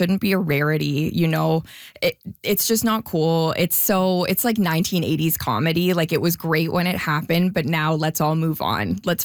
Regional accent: Canada; now in Winnipeg, Canada; I'm a Canadian comedian

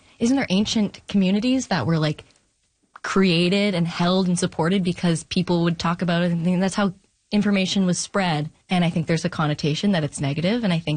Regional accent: Vancouver, British Columbia, Canada; we're both from Vancouver and the community is pretty small

